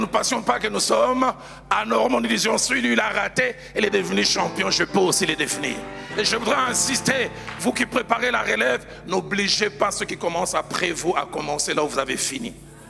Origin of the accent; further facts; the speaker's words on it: Kinshasa, DR Congo; Chez nous à Kinshasa, quand un enfant n'arrive pas à marcher, on ne dit pas que celui-là n'arrivera jamais à marcher.